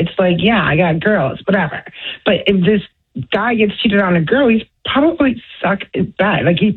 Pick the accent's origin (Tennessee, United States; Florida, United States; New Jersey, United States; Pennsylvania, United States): Florida, United States; I grew up in South Florida.